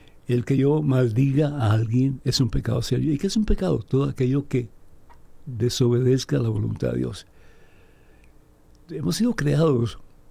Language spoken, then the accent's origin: Spanish; Cuba; moved away; mi país de origen, que es Cuba.